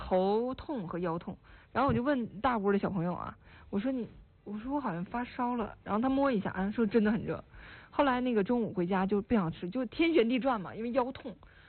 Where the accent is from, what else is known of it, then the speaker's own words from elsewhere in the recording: Taonan, Jilin, China; moved away; 我小的时候在洮南嘛，我们家那边西瓜是贡果，